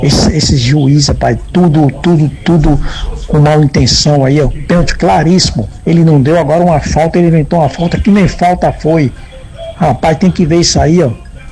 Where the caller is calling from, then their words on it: Entre Rios, Bahia, Brazil; sou do Entre Rios, Bahia.